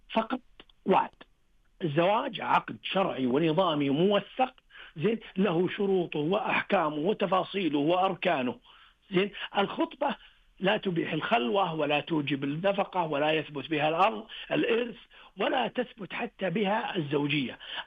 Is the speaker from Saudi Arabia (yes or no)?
yes; Saudi Arabia; طريقة العدول الرقي كمسلمين كعرب كسعوديين